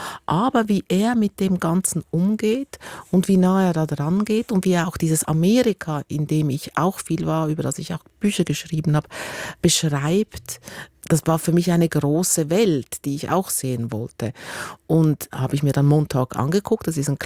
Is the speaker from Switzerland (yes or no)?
yes; Switzerland; accent: Swiss; Ich bin Schweizerin, wie man hört